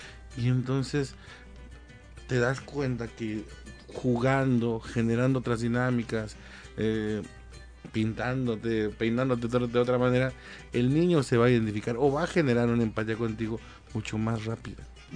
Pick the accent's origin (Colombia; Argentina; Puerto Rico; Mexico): Mexico; Somos mexicanos